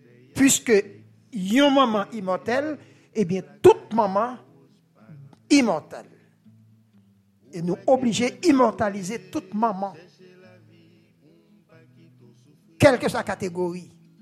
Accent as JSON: {"language": "French", "town": "Jérémie", "region": "Grand'Anse", "country": "Haiti", "said": "C'est vrai, je viens de Jérémie, la cité des poètes, je sais pas mal faire."}